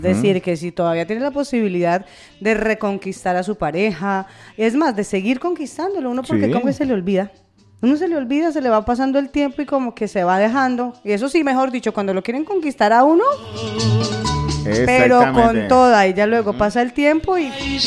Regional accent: Bogotá, Colombia; yo soy de Bogotá, y vivíamos, ahí en el barrio San Bernardo, cuando yo era muy pequeñita.

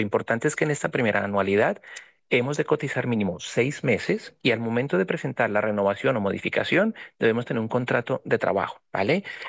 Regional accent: Colombia; now in Spain; entiendo que eres de origen colombiano como muchos de nosotros y nosotras, nosotros no somos españoles de origen

